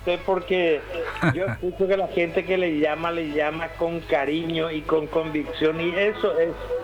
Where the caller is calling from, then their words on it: Luque, Central, Paraguay; En Luque. De Luque yo le llamo. Yo vivo en el segundo barrio.